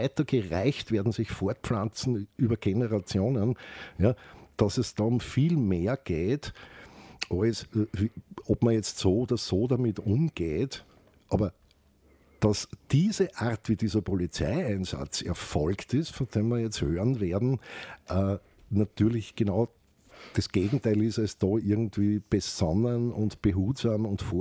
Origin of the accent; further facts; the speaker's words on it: Carinthia, Austria; ich bin ja selber Kärntner Slowener.